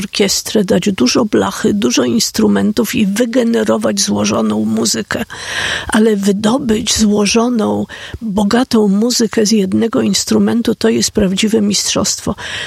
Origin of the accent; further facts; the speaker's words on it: Warsaw, Masovian Voivodeship, Poland; ja się wychowałam w kamienicy na Grochowie